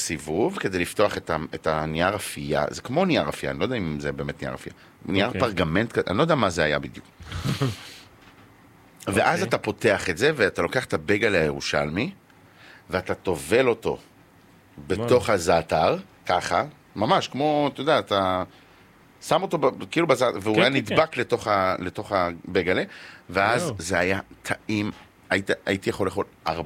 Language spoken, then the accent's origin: Hebrew; Bat Yam, Tel Aviv District, Israel; אני ילד בת ימי, גדלתי בבת ים